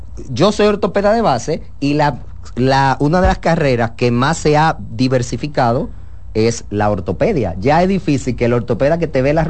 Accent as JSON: {"language": "Spanish", "region": "Puerto Plata", "country": "Dominican Republic", "said": "Yo soy de Puerto Plata."}